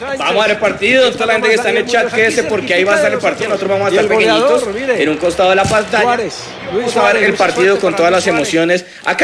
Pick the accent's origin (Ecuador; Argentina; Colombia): Colombia; Bogotá; Yo soy de Bogotá.